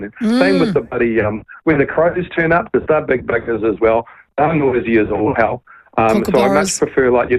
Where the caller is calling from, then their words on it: Brisbane, Queensland, Australia; I'm calling from Brisbane, as you know.